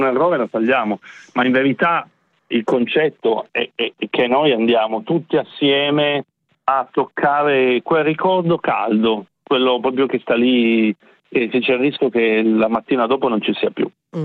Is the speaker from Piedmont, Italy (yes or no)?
yes; Turin, Piedmont, Italy; now in Rome, Italy; la mia città natale Torino